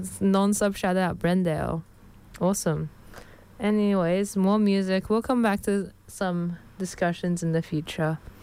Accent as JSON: {"language": "English", "town": "Canberra", "region": "Australian Capital Territory", "country": "Australia", "moved": "yes", "lives_now": "Brisbane, Australia", "said": "because I'm from Canberra"}